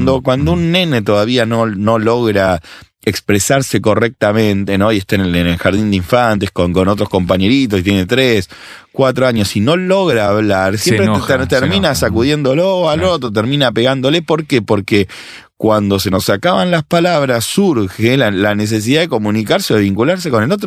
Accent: Argentina; yo soy argentino

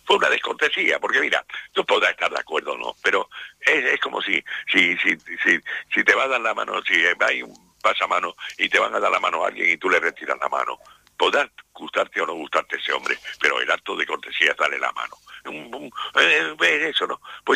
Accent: Spain

